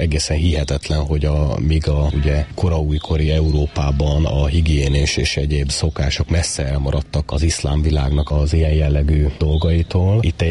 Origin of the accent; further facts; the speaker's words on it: Eger, Heves, Hungary; tehát én is egri vagyok, és nagyon keveset tudtam róla mindaddig